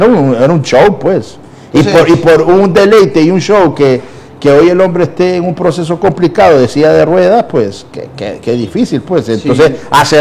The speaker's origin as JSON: {"language": "Spanish", "country": "Honduras", "said": "tenemos que volver a la esencia de quienes somos como hondureños."}